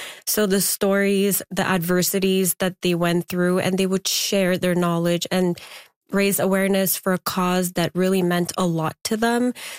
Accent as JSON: {"language": "English", "country": "Afghanistan", "moved": "yes", "lives_now": "Canada", "said": "Well, I'm originally from Afghanistan."}